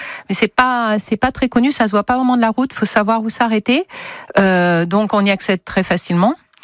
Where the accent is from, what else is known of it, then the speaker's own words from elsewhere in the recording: Seyssinet, Auvergne-Rhône-Alpes, France; Parce qu'en fait, quand j'étais ado, moi, j'habite à Cessiné.